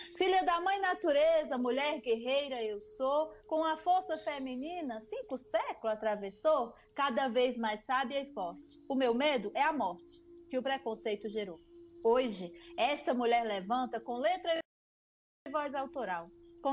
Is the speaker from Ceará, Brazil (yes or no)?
yes; Ceará, Brazil; now in São Paulo, Brazil; hoje na grande cidade chamada São Paulo, mas eu sou uma cearense porreta.